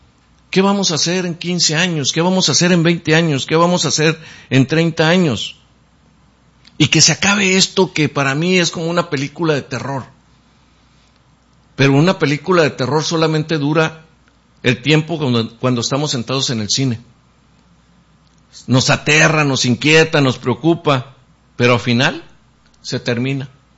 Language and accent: Spanish; Mexico; qué estamos haciendo todos como mexicanos